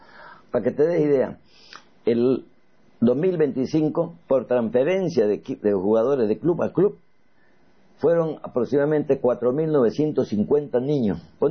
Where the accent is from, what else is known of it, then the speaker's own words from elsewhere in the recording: Bolivia; como somos los bolivianos